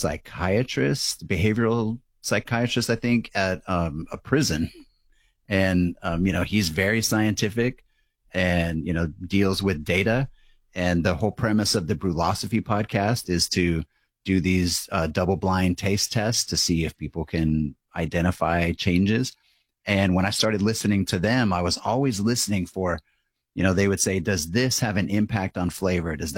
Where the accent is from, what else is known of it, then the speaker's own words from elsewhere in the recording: Arizona, United States; I grew up in Arizona, okay, and there was a lot of mesquite used around there